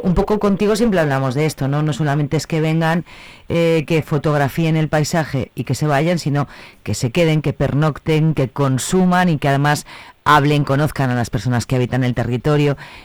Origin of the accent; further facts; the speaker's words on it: Tábara, Castile and León, Spain; yo tengo mascarada en mi pueblo y que yo soy una fiel defensora de esta tradición